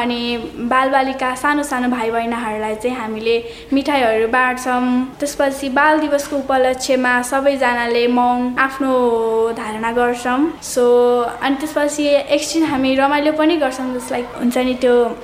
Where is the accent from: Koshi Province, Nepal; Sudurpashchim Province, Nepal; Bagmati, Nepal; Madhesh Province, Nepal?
Bagmati, Nepal; Sindhuli; now in Lokanthali, Nepal; म कक्षा 8 छात्रा। मेरो विद्यालयको नाम चाहिँ श्री महेन्द्र आधारभूत विद्यालय सानो ठिमी जातिगाल। मेरो घर चाहिँ सिन्धुली हो र म यहाँ चाहिँ लोकन्थली भक्तपुरमा बस्छु।